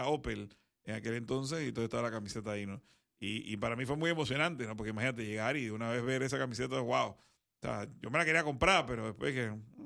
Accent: Panama; imagínate llegar siendo panameño

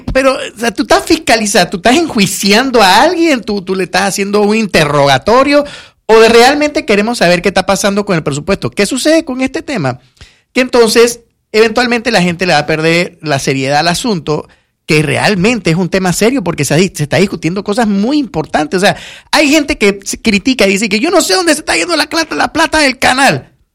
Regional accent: Panama; tenemos que involucrarnos como panameños

